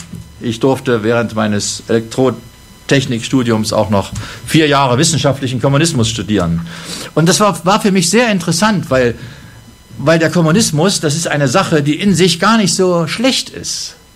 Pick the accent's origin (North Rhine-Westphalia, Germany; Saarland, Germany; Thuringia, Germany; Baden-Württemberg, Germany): Thuringia, Germany; Jena; Und in meiner Nähe gibt es die Saaletalsperren, wo ich aufgewachsen bin in Jena.